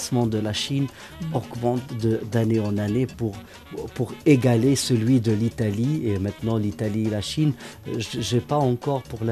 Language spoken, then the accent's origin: French; Algeria; Vous savez, en tant qu'Algérien, j'ai eu la chance d'avoir... ces cultures, ce mix de cultures arabes, méditerranéens, africains